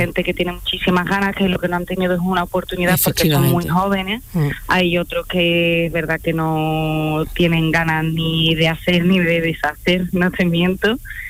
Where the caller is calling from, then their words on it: Seville, Andalusia, Spain; estoy haciendo todos los días el trayecto Sevilla-Cádiz y cuando salgo, Cádiz-Sevilla, a casita.